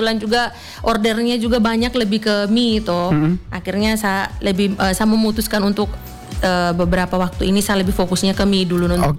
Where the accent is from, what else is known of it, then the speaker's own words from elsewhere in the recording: East Nusa Tenggara, Indonesia; Jadi tahu sendiri kita orang Flores, orang Timur kan suka yang banyak-banyak toh.